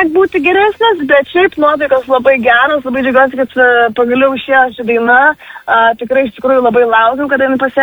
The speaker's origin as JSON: {"language": "Lithuanian", "town": "Šilutė", "region": "Klaipėda County", "country": "Lithuania", "said": "Nu, aš pati esu iš Šilutės, kas yra, jeigu neklys, nuo Jakų žiedo apie 47 km."}